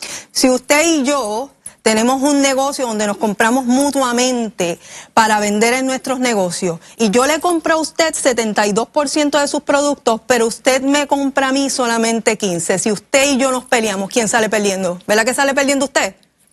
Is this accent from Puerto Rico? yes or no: yes; Puerto Rico; nosotros los puertorriqueños